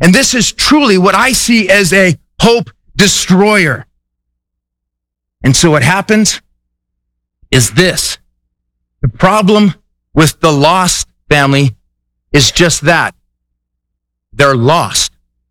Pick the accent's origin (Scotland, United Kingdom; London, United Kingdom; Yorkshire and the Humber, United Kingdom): Scotland, United Kingdom; And I was just so upset because I'm a Scottish, and if I give you a dollar, you need to be doing it right.